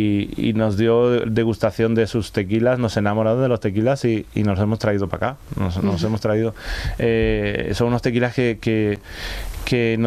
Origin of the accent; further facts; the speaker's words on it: Spain; yo siempre digo, soy español, pero yo creo que tengo corazón latino, porque me encanta la salsa, me quería quedar vivir en México, o sea, yo soy muy latino, no sé.